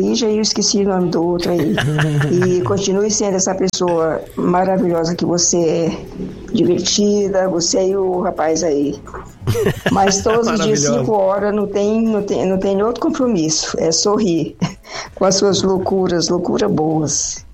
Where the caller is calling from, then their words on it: Iaras, São Paulo, Brazil; Eu sou aqui do interior de São Paulo, de uma cidadezinha bem pequena chamada Iaras.